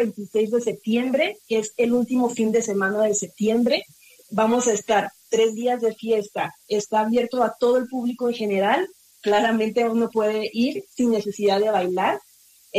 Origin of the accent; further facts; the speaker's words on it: Mexico; now in Bogotá, Colombia; Yo soy mexicana y llevo viviendo aquí en Bogotá por 10 años, precisamente.